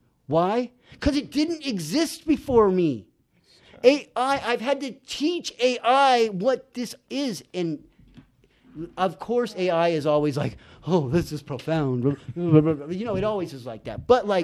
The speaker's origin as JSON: {"language": "English", "town": "San Bernardino", "region": "California", "country": "United States", "tie": "born or raised there", "also_born_or_lived": "San Felipe, Mexico"}